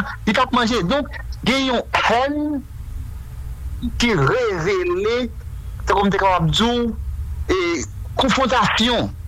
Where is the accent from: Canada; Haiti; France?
Haiti; moved away; moi, dit je suis Haïtien. Et puis, montrer le passeport, le passeport haïtien